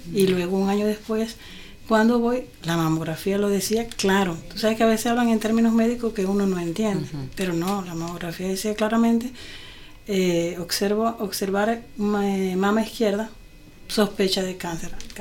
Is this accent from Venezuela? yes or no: yes; Venezuela; moved away as an adult; en el 2018, fue cuando comenzó mi migración, porque lamentablemente por cosas que pasaron en mi país de origen, que es Venezuela, tuve que salir